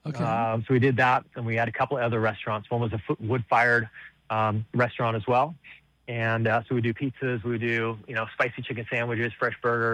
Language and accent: English; Washington, United States; but I grew up in the Pacific Northwest, really like 2 hours north of Seattle, literally in the last county in the continental United States, right on the Canadian border and right on the salt water there in the Puget Sound.